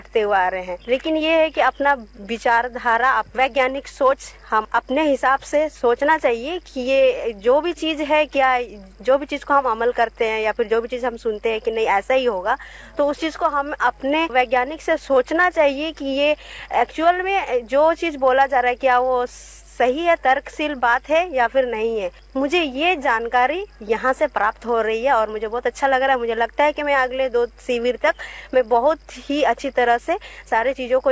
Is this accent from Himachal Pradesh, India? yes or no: no; Kharsawan, Jharkhand, India; और मैं खरसवां से हूँ।